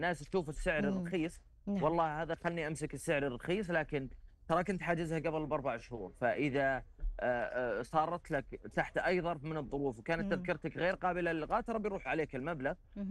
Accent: Saudi Arabia; مش عندنا في السعودية.

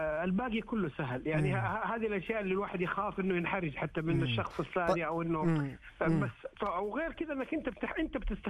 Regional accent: Jeddah, Makkah Province, Saudi Arabia; عندنا في جدة

